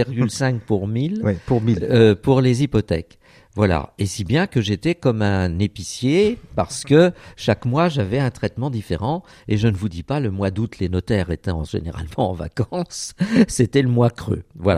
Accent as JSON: {"language": "French", "region": "Grand Est", "country": "France", "said": "quand on est alsacien mosellan."}